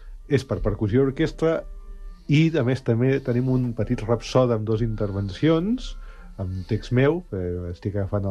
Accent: Catalonia, Spain; born there; jo vinc d'una família de pagès, no? I soc nascut a Catalunya

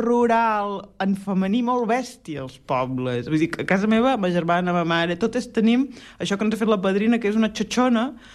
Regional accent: Blancafort, Catalonia, Spain; tu ja saps que jo soc de Blancafort

